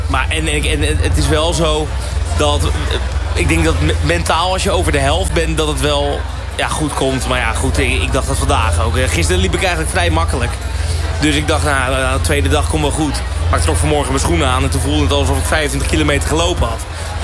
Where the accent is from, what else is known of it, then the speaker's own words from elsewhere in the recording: South Holland, Netherlands; now in Hilversum, Netherlands; ik kom niet uit Nijmegen. Ik kom niet uit de buurt. Ik ben opgegroeid in de buurt van Rotterdam. En ik woon nu in Hilversum.